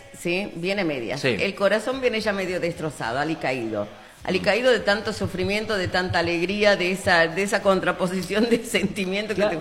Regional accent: Argentina; Soy metemos argentino.

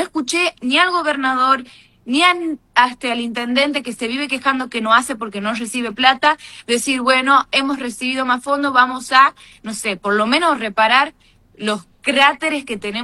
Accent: Termas de Río Hondo, Santiago del Estero, Argentina; Los que somos de Termas

